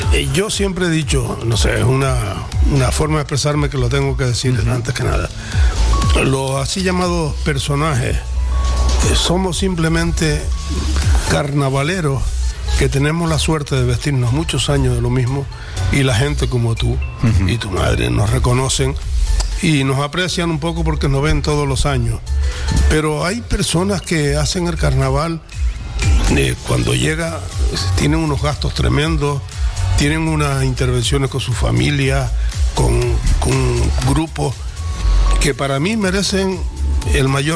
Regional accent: Santa Cruz de Tenerife, Canary Islands, Spain; Yo nací en el Toscal, en la calle. No es el Toscal tal, pero para mí sí es. La calle Suárez Guerra, al lado de la Academia Baico.

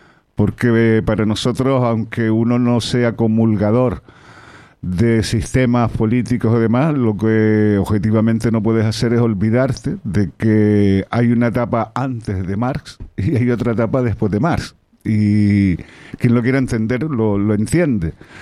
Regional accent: Spain; el barrio de Marmolejo y más en el Pago de Talla, de donde soy yo, yo allá arriba soy

